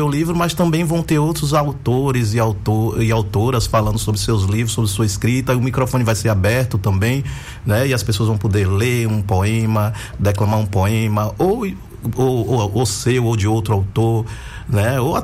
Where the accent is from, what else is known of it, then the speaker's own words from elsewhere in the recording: Feira de Santana, Bahia, Brazil; lá em Feira de Santana, eu sou de um distrito